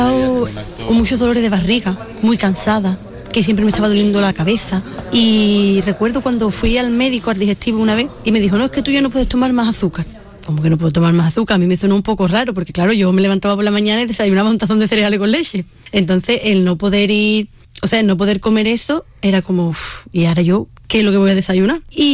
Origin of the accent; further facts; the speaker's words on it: Sanlúcar de Barrameda, Andalusia, Spain; born there; tengo 21 años, nací en Sanlúcar de Barrameda, Cádiz.